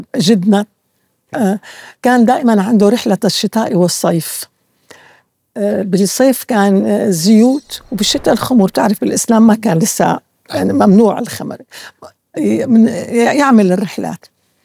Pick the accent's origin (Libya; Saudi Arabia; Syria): Syria; ومن هون أنا بحس أني أنا أول سورية، كتير بحس بعظمة كبيرة كتير الحقيقة.